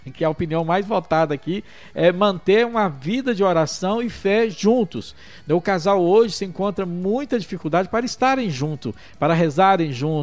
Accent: Minas Gerais, Brazil

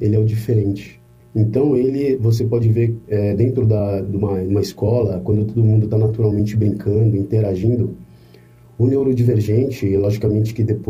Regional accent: São Paulo, Brazil; Eu sou paulistano, nasci na capital, vivi minha vida inteira na capital

